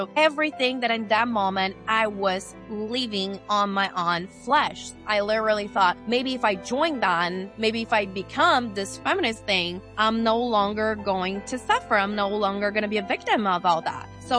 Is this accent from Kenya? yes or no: no; São Paulo, Brazil; born or raised there; now in United States